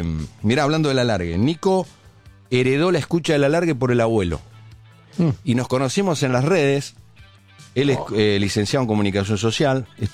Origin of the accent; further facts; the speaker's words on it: Argentina; Soy argentino yo.